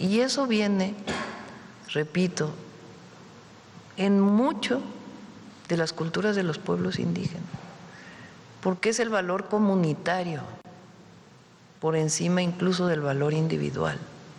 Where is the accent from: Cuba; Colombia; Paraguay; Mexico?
Mexico